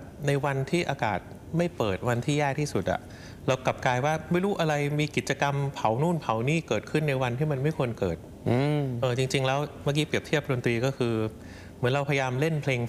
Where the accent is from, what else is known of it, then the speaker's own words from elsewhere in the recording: Bangkok, Thailand; มีสิผมว่าสิ่งหนึ่งที่ขาดตอนนี้ในฐานะคนกรุงเทพนะ